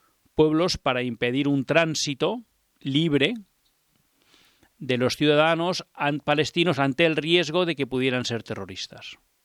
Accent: Spain; lo que a uno le sorprende como español

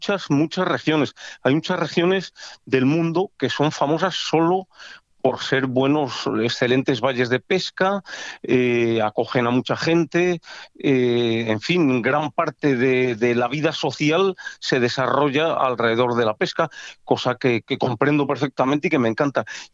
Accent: Castile, Spain; Hoy día, tú y yo que somos castellanos, para que se adiestre un niño castellano en la pesca de truchas, ¡buf!, es complicado

